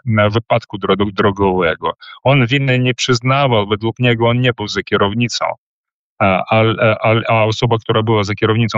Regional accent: Belarus

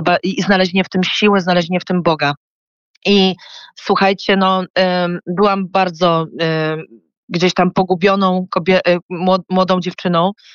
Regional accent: Nowy Targ, Lesser Poland, Poland; no ja jestem z Podhala, z Nowego Targu i z Zębu też pochodzi moja rodzina.

